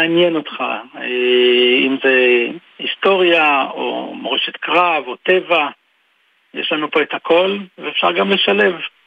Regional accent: Neot Golan, Northern District, Israel; אבל אני גדלתי פה, זה גם לא כזה

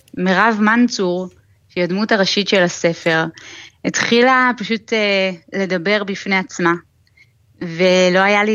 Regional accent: Ramat Gan, Tel Aviv District, Israel; אני במקרה גדלתי ברמת גן, עיר הבירה של העיראקים בארץ, אצלנו באמת...

